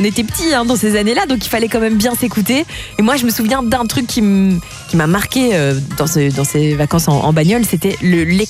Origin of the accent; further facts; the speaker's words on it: Charleroi, Wallonia, Belgium; Je viens de Charleroi, je te rappelle quand même.